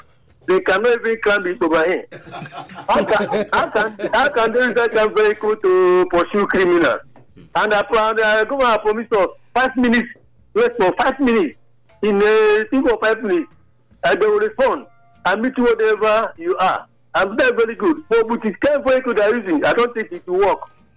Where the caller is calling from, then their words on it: Edo, Nigeria; I'm calling from Opashi since September precisely.